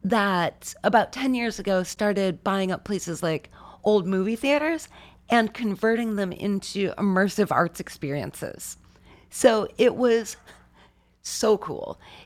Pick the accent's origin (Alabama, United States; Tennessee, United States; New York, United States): New York, United States; Because I'm from New York.